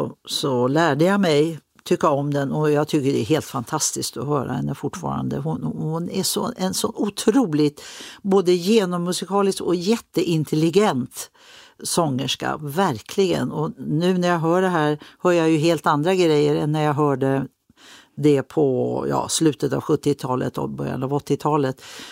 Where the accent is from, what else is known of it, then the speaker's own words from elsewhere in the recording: Sweden; moved away as an adult; also born or lived in Basel / Germany; jag vill vara hemma i Sverige